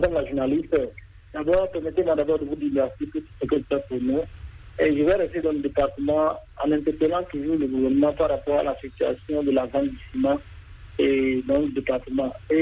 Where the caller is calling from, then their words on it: Kandi, Alibori, Benin; Je vous appelle depuis Candy dans la Libourie